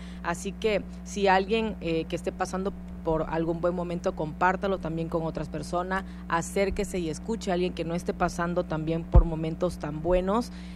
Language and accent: Spanish; Mexico; Orgullosos, por supuesto, de ser mexicanos